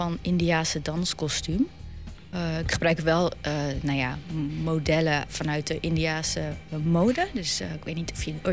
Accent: The Hague, South Holland, Netherlands; Ik kom uit Den Haag natuurlijk, ik ben hier geboren en getogen.

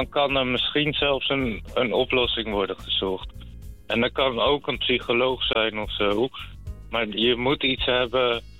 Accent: Nijmegen, Gelderland, Netherlands; also born or lived in The Hague; now in Zeeland, Netherlands; Ik ben niet opgegroeid in Den Haag. Ik ben geboren in Den Haag. Ik ben opgegroeid in Nijmegen.

